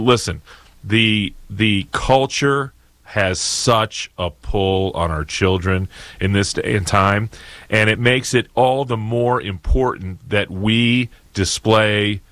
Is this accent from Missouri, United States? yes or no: yes; Joplin, Missouri, United States; And KFSS in my hometown of Joplin, Missouri.